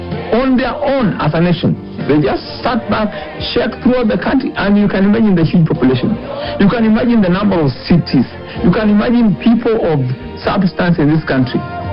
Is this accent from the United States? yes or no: no; Kenya; My mind is really repent as a Kenyan when I saw what really has happened